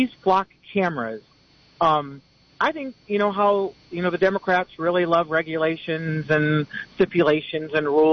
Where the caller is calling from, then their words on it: Boulder Creek, California, United States; I'm calling from Boulder Creek.